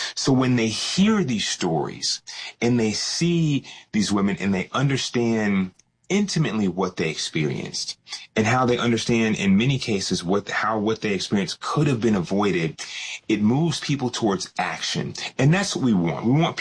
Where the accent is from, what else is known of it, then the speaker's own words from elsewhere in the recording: Georgia, United States; my home state is Georgia